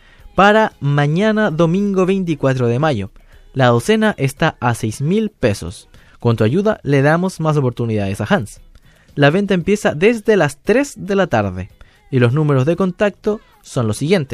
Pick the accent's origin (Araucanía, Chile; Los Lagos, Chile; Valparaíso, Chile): Los Lagos, Chile; Maullín; como buenos chilenos, ya, compañeros, como buenos habitantes, específicamente de Maullín